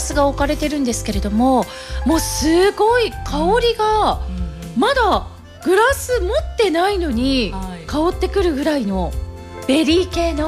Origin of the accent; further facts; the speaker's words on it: Tohoku, Japan; 私も東北出身なんですけれども